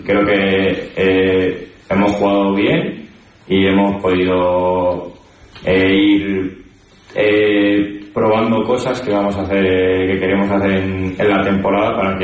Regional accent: Navarre, Spain; Pues yo toda mi vida he jugado al fútbol en Navarra, en mi pueblo

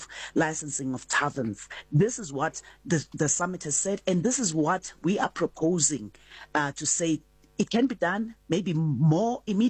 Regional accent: South Africa

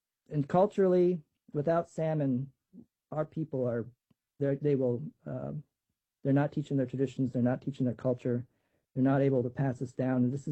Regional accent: McGrath, Alaska, United States; I'm from McGrath, Alaska. It's a headwater community on the Kuskokwim River. I'm a member of the McGrath Native Village.

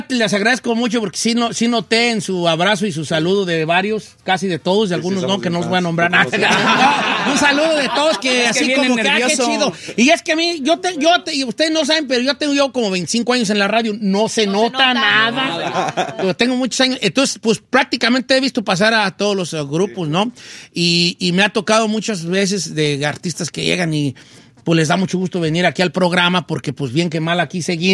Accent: Guanajuato, Mexico; Yo también soy de Guanajuato.

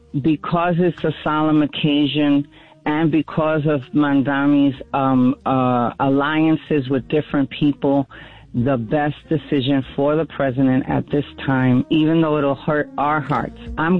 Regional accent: New York, United States; I believe as a New Yorker, it is the best and wisest decision at this time in history.

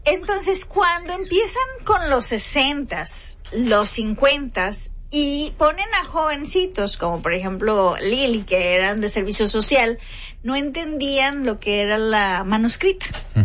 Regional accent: Agualeguas, Nuevo León, Mexico

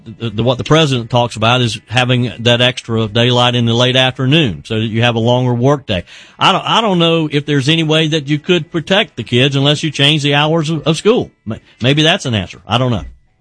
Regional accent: South Carolina, United States; Joan, who's in my home state of South Carolina.

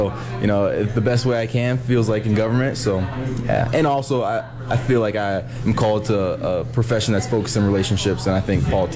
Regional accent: Sacramento, California, United States; moved away as an adult; now in Bethlehem, United States; Yeah, I'm from Sacramento, California. I'm a senior.

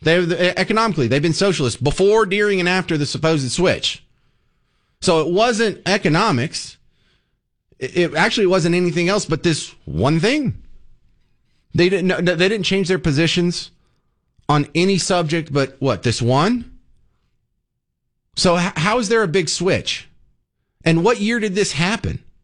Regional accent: Texas, United States; Out in East Texas, you know, I'm from Bug Tussle. This is my part of the world. You know, I refer to my hometown as Bug Tussle.

